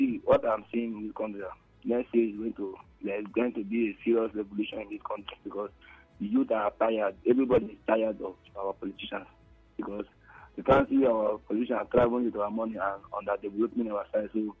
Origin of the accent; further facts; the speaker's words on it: Port Harcourt, Rivers, Nigeria; from Port Harcourt.